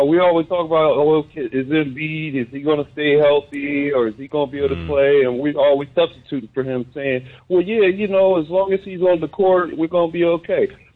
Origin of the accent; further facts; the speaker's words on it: Philadelphia, Pennsylvania, United States; from Philly. I live in Philly, but I do the show from home.